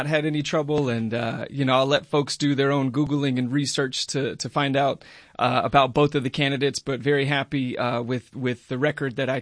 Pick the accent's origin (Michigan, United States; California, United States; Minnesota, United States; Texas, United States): Texas, United States; San Antonio; I'm born and raised in District 125. I've lived my entire life in that district